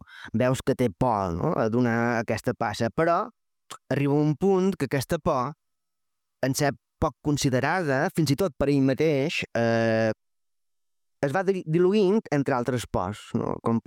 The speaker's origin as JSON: {"language": "Catalan", "region": "Balearic Islands", "country": "Spain", "said": "Però, com a autors menorquins, és molt, molt difícil fer-se un lloc en aquest mercat"}